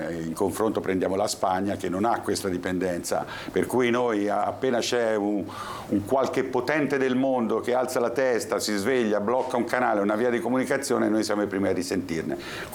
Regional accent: Pisa, Tuscany, Italy; now in Genoa, Italy; sono pisano.

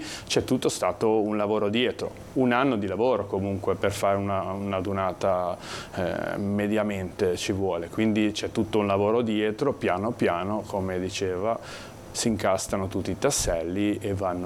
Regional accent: Genoa, Liguria, Italy

